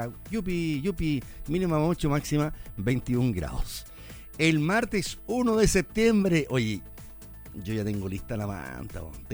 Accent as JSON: {"language": "Spanish", "country": "Chile", "said": "aquí somos escandalosos los chilenos para celebrarse"}